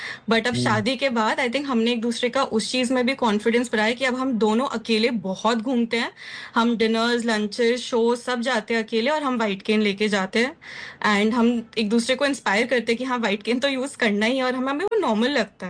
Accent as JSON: {"language": "Hindi", "region": "Delhi", "country": "India", "moved": "yes", "lives_now": "Kolkata, India", "said": "एक तो ये कैलकटा से, हमें दिल्ली से हो"}